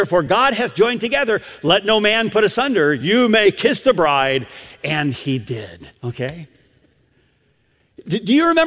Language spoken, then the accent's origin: English; Michigan, United States; I'm a Michigander. I grew up in Michigan.